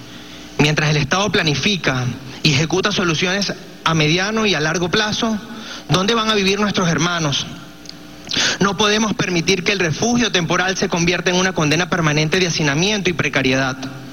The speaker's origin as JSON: {"language": "Spanish", "country": "Venezuela", "said": "solidaridad a nuestro pueblo en medio de estas circunstancias tan complejas y difíciles que vivimos como venezolanos."}